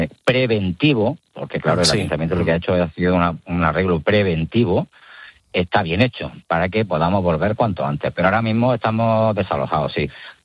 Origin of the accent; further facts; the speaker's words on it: Andalusia, Spain; como todos los pueblos de Granada, pero casi todos somos de Granada.